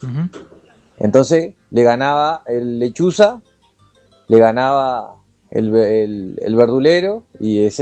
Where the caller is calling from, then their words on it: San Jacinto, Canelones, Uruguay; de San Jacinto.